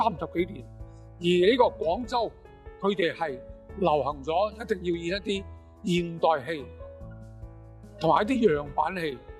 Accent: Hong Kong; also born or lived in Guangzhou; 咁我呢就係49年嘅时间由广州落咗香港嘅。嗰时我係4岁。咁我喺香港长大，喺香港学大戏。

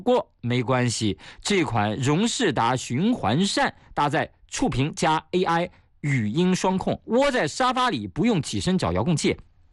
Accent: Shanxi, China; 我给大家推荐一个非常好的在暑假可以去的地方，那就是我的老家山西

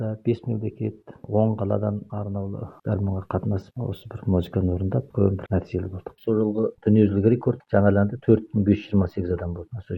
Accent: Shagantogay, Xinjiang, China; Біздің үй мынау Шағантоғай мәдениет үйінің іргесінде болды да

